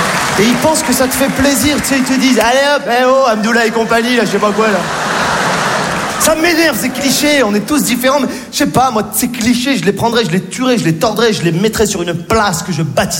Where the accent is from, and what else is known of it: Morocco